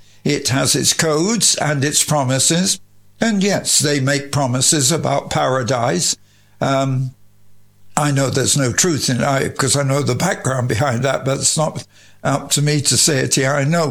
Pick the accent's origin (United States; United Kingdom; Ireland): United Kingdom; England; And I'm an Englishman, and if you're listening to me, when I've finished, then come down and bring me a cup of tea.